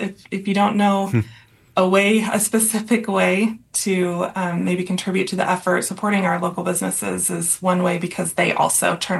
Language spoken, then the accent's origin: English; Oregon, United States; I'm from Central Oregon.